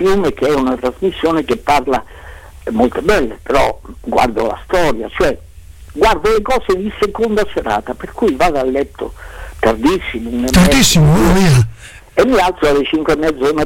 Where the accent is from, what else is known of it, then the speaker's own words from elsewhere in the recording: Recanati, Marche, Italy; Io sono di Recanati, un editore di Recanati, voglio parlarci se vuole pubblicare la storia mia